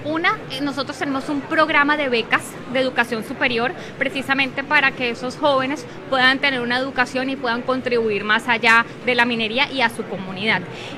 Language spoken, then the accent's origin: Spanish; Cali, Valle del Cauca, Colombia; moved away as an adult; now in Montelíbano, Colombia; yo de Montelíbano no soy. Yo no soy oriunda de Montelíbano, yo soy oriunda de Cali y en el tema gastronómico tengo todavía el corazoncito caleño.